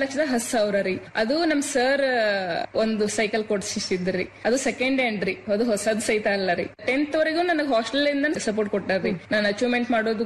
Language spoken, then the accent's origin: Kannada; Karnataka, India; ನಮ್ಮ ಊರ್ ನಿಯರ್ ಜಮಖಂಡಿ ಅಂತ ಹೇಳಿ ನಮ್ ತಾಲೂಕ್ ರೀ